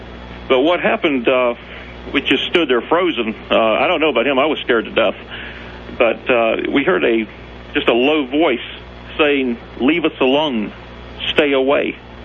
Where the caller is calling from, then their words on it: South Carolina, United States; We used to belong to one of the oldest deer hunting clubs here in South Carolina.